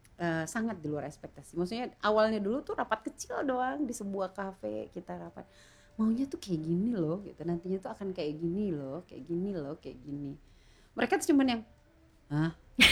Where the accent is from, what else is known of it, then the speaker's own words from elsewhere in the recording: Bengkulu, Indonesia; kita tuh memang Melayu Bengkulu ya secara besar